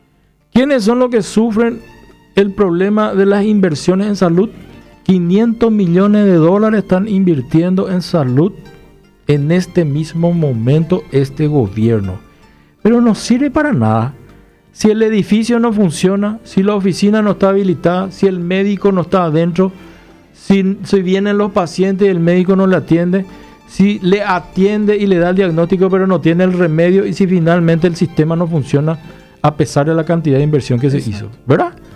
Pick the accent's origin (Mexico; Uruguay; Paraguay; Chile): Paraguay; nosotros los paraguayos